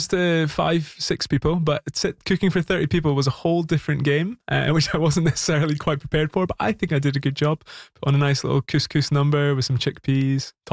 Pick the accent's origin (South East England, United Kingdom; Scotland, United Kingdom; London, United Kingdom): Scotland, United Kingdom; now in Montreal, Canada; So I'm helping out with the Montreal Highland Games, which is a sort of shout out to where I'm from Scotland.